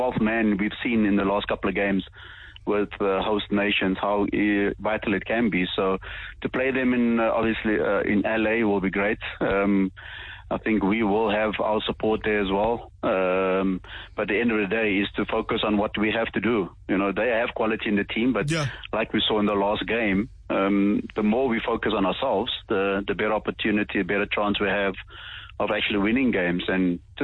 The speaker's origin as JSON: {"language": "English", "country": "South Africa", "said": "No, listen, we're South African. We always got to have snacks."}